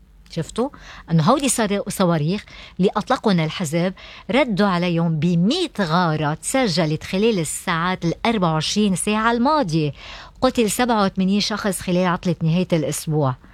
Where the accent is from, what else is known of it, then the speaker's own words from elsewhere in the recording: Lebanon; نحن نعرف بالنسبة لها كلبنانيين إسرائيل هي بس تشن حربة